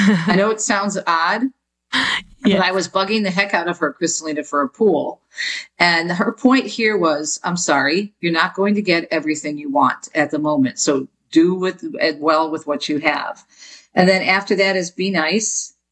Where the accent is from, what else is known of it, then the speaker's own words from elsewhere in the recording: Jersey City, New Jersey, United States; I did not have a bike growing up in Jersey City, New Jersey.